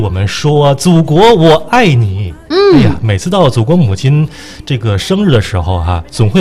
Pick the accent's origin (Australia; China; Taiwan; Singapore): China; 我们中国人